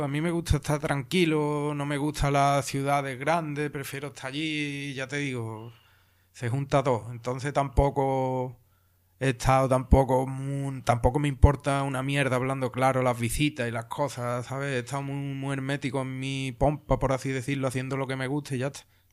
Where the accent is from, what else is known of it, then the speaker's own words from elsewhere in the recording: El Cuervo de Sevilla, Andalusia, Spain; soy del 93. Vale, tengo 32 años, llevo haciendo música desde 2009 aproximadamente. Yo soy del Cuervo, de Sevilla, un pueblecito, el último de la provincia.